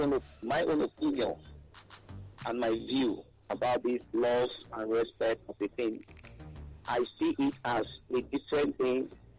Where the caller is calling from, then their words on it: Egbeda, Lagos, Nigeria; I'm calling from Egbeda.